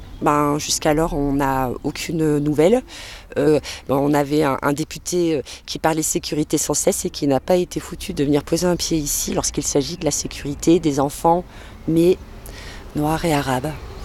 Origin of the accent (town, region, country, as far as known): Espaly-Saint-Marcel, Auvergne-Rhône-Alpes, France; born or raised there; now in Le Puy-en-Velay, France